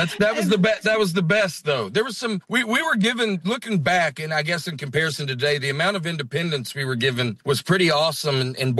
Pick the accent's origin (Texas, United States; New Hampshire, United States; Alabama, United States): Alabama, United States; also born or lived in West Virginia; Well, I was born in West Virginia, raised in Alabama. And let me tell you, my West Virginia folks are Crick. They say Crick as well.